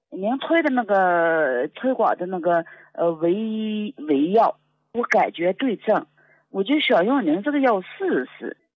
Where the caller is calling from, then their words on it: Datong, Shanxi, China; 我是山西大同的。